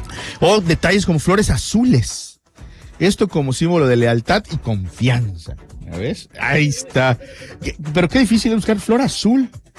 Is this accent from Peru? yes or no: no; Mexico; desesperado buscándolo como buen mexicano a última hora.